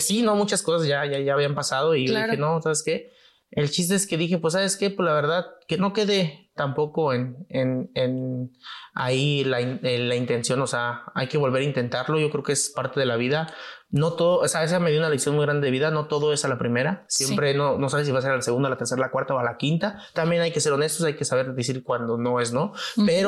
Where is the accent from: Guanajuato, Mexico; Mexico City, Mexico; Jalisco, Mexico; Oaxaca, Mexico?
Guanajuato, Mexico; Salvatierra; Mira, yo soy originario, pues orgullosamente de Salvatierra, Guanajuato. Estamos en el Bajío, guanajuatense, muy agrícola, muy productor.